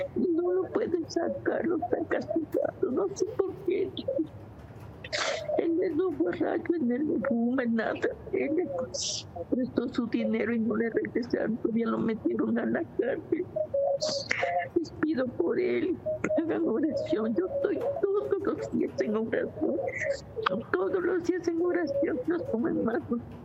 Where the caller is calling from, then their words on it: Amatlán de los Reyes, Veracruz, Mexico; Sí, soy de aquí, soy de Amatlán de los Reyes.